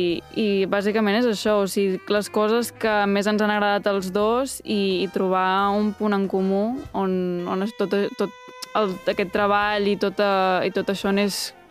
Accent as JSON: {"language": "Catalan", "region": "Catalonia", "country": "Spain", "said": "Al final jo també sóc de l'Empordà, prop de la costa"}